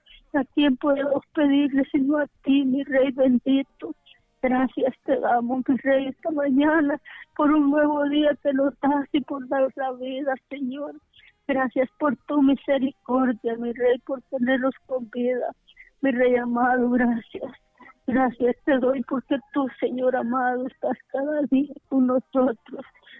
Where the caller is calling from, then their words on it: Villanueva, Cortés, Honduras; Dos Caminos, Villanueva, Cortés.